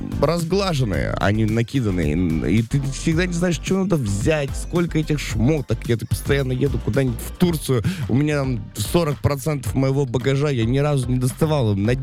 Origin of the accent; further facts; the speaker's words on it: Magadan, Magadan Oblast, Russia; Я человек из Магадана, я изнеженный природой.